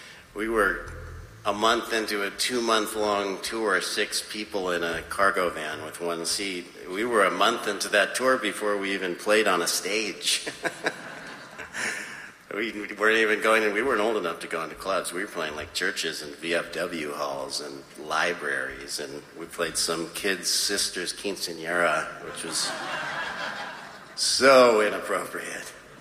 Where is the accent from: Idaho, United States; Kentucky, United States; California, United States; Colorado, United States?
California, United States; I grew up in California